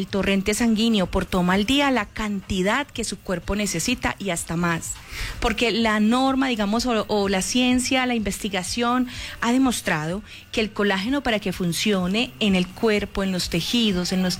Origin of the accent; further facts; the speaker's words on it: Colombia; Somos colombianos, y vamos a poner la camiseta y a gozar los goles.